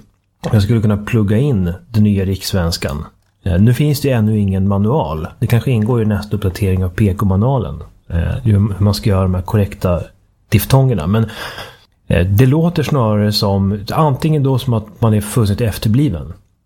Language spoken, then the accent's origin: Swedish; Uppsala, Uppsala County, Sweden; accent: Uppsala dialect; den här uppsaliensiskan som jag fick med mig från min uppväxt i Sveriges traditionella huvudstad